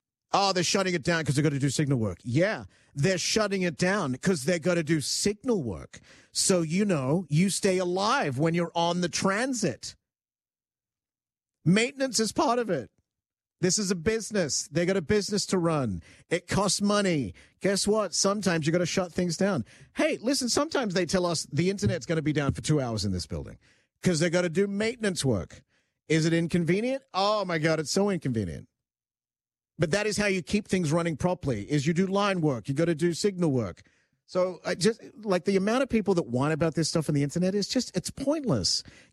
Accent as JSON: {"language": "English", "town": "Vancouver", "region": "British Columbia", "country": "Canada", "said": "You know why? I'm from Vancouver, man. I've seen worse."}